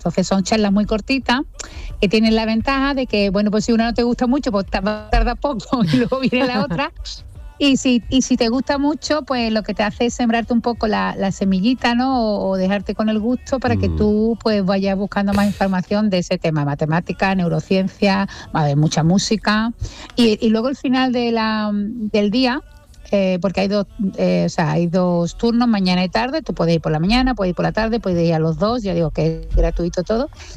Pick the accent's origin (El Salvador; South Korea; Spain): South Korea; Y soy de Corea